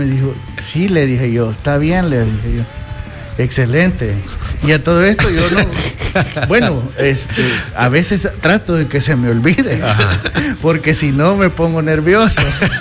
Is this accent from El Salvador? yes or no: yes; El Salvador; nosotros somos unos salvadoreños, no nos creemos de menos de nada, ¿verdad?